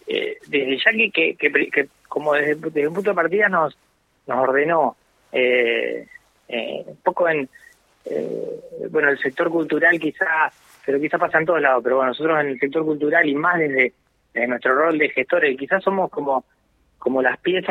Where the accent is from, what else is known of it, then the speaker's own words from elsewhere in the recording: Junín, Buenos Aires Province, Argentina; Bueno, nosotros somos de Junín, provincia de Buenos Aires.